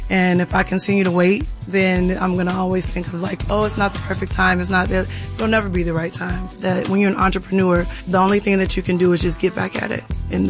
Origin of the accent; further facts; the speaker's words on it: Chicago, Illinois, United States; I'm from Chicago, so I'm going to say that we have the best food.